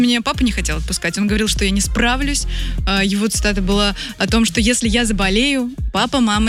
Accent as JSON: {"language": "Russian", "town": "Vladivostok", "region": "Primorsky Krai", "country": "Russia", "tie": "born or raised there", "moved": "as an adult", "lives_now": "Moscow, Russia", "said": "флагманский переезд, получается, произошел 4 года назад. Мне было всего лишь 21 год. Я переехала из Владивостока в Москву."}